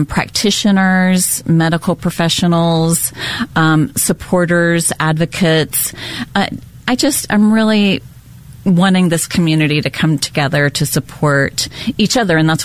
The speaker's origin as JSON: {"language": "English", "town": "Charleston", "country": "United States", "said": "Yes, I'm from Charleston."}